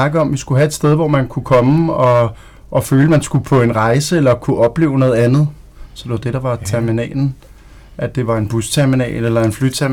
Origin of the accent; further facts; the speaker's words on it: Rødovre, Capital Region of Denmark, Denmark; Og så jeg er jo født og opvokset her på Valhøjs Allé.